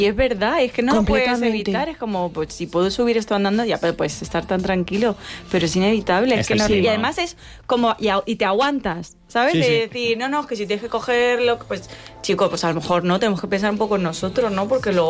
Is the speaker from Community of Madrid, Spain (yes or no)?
yes; Madrid, Community of Madrid, Spain; Cosa que yo soy de Madrid además, uh-huh. y a mí me resulta agotador la ciudad.